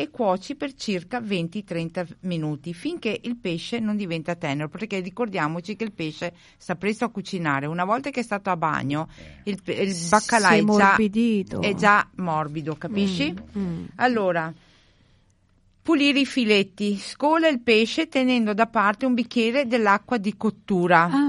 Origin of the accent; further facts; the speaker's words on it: Veneto, Italy; essendo veneta